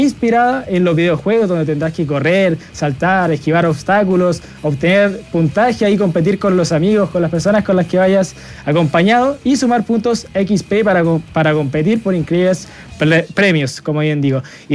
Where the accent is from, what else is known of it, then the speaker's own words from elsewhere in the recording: Temuco, Araucanía, Chile; now in Santiago, Chile; Yo soy de Temuco, en Temuco allá debe estar lluvia torrencial.